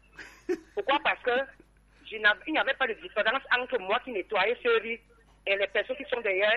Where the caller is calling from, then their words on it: Cameroon; de Nkouaba.